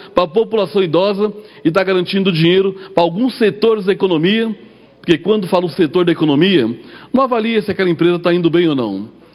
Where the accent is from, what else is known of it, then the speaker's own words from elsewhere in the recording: São Paulo, Brazil; para nós que somos aqui da Grande São Paulo